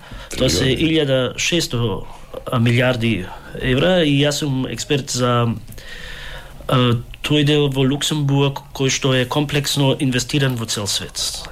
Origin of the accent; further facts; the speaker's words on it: Germany; also born or lived in England; јас сум роден во Германија, таму и ден денеска живеам, цел живот, кариерата таму си ја изградив, во Англија завршив, магистрирав, никогаш не сум живеел и работел во Македонија.